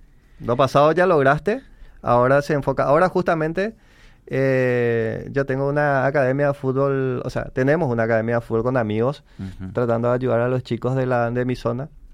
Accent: Presidente Hayes, Paraguay; Yo que soy de Bajo Chaco, yo que soy de la zona de Falcón

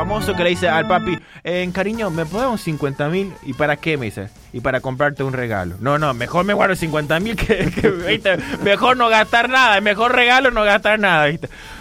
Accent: Paraguay; Porque soy paraguayo y bueno, el frío no me detiene.

